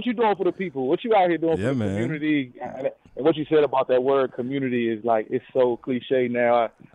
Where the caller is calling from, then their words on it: Myrtle Beach, South Carolina, United States; I'm calling from Myrtle Beach right now, but I live in Triple Hills.